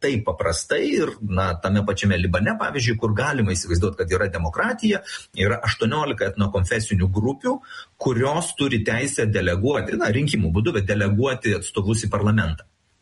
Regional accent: Pakruojis, Šiauliai County, Lithuania; Ar iš kur aš kilęs, aš iš Pakruojo, ar Dirvinių ir Gailiušių.

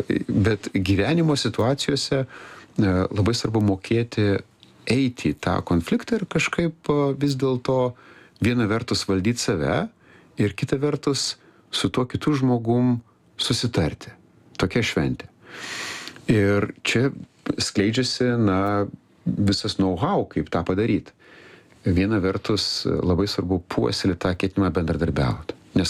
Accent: Vilnius, Vilnius County, Lithuania; aš esu iš Viršuliškių, kur kažkaip nuo vaikystės, norint praeiti pro bromą, reikėjo mokėti pastovėti už save, atsiliept.

